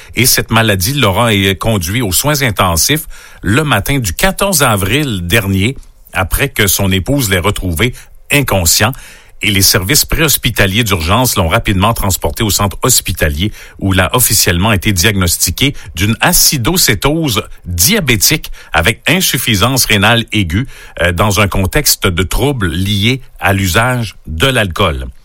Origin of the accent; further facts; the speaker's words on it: Quebec, Canada; chez nous en Gaspésie